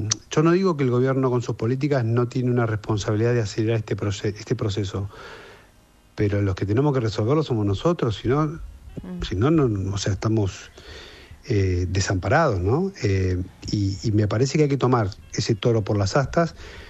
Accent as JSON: {"language": "Spanish", "country": "Argentina"}